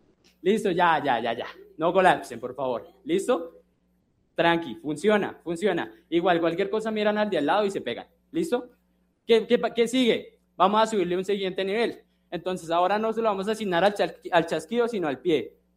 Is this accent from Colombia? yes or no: yes; Bogotá, Bogotá Capital District, Colombia; yo soy Rolo